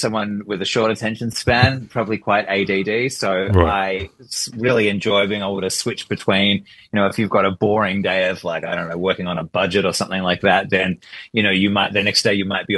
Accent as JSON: {"language": "English", "town": "Melbourne", "region": "Victoria", "country": "Australia", "tie": "born or raised there", "lives_now": "Sydney, Australia", "said": "I started making short films growing up in Melbourne, became part of the Melbourne Super 8 group."}